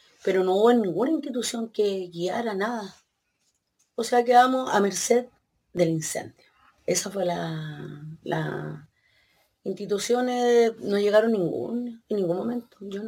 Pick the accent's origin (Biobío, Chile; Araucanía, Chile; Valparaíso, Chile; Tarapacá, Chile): Biobío, Chile; Lirquén; a mi pueblo a ayudarnos. Y no vi municipalidad, no vi gobierno, no vi nada, nada. Oye, yo, a mí me llamó la atención un momento, andábamos, parecíamos, no sé, alma en pena, todo Lirquén